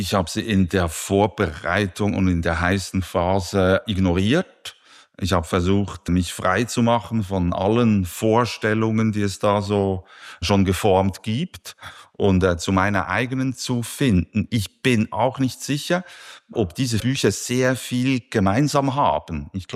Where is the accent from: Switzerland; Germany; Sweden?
Switzerland; Spiez, Bern; Ich hatte gerade letzten Sonntag die Gelegenheit, meine Heimat kurz zu durchfahren, durch die Spiezer Bucht zu fahren, und dort sieht man die Viertausender des Berner Oberlandes